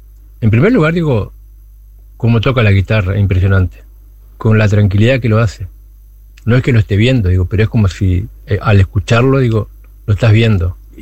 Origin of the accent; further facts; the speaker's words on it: Tacuarembó, Uruguay; yo soy de Tacuarembó